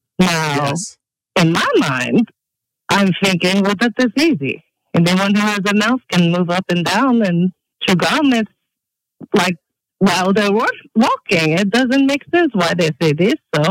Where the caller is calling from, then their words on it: Huntsville, Alabama, United States; I am calling from Huntsville, Alabama.